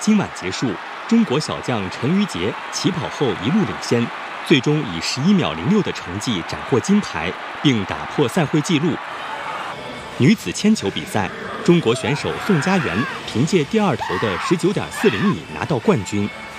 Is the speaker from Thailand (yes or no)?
yes; Thailand; Chinese is a second language; 我来自泰国，这次参加网络安全项目，我期待在上海结识新的伙伴，融入新的社群。这是我第一次来到中国，内心无比激动。